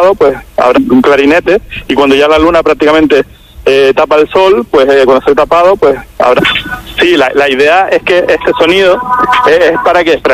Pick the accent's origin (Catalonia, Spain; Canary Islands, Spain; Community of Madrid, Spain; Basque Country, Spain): Canary Islands, Spain; en Canarias, de donde soy yo.